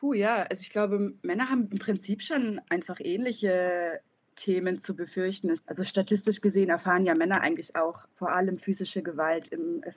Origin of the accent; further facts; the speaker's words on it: Nuremberg, Bavaria, Germany; dass ich über Weihnachten in meiner Heimatstadt war, also in Nürnberg